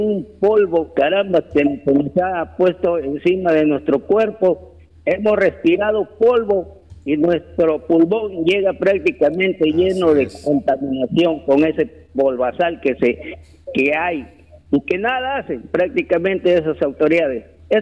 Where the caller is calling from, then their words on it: Chiclayo, Lambayeque, Peru; yo vivo en Chiclayo, mi trabajo es en Chiclayo, bueno, y de vez en cuando yo voy a Olmos porque ahí tengo mi familia, tengo mis hermanos, casi la mayoría de familiares están ahí en Olmos.